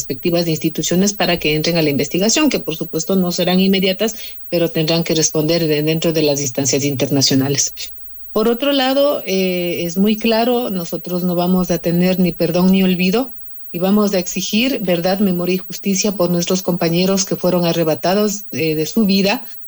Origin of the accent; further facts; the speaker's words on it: Otavalo, Imbabura, Ecuador; Solamente aclarándote que no soy de Cotacachi. Es de Cotacachi, es un pueblo vecino, hermano nuestro, pero yo soy de Otavalo.